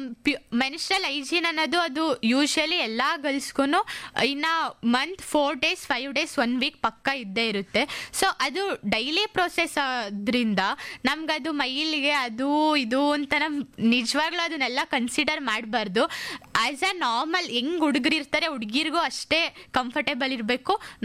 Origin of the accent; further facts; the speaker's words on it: Mysore, Karnataka, India; moved away; ನಾವು ಮೈಸೂರವರು